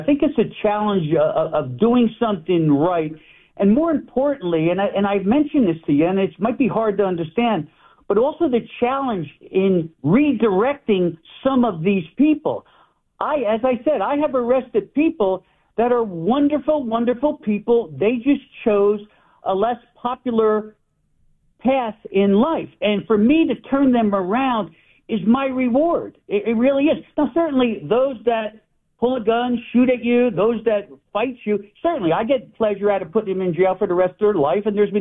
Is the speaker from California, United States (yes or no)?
no; New Jersey, United States; also born or lived in Florida; Once again, I was raised in New Jersey, but immediately after graduating my DEA academy, I was sent down to Florida and then overseas.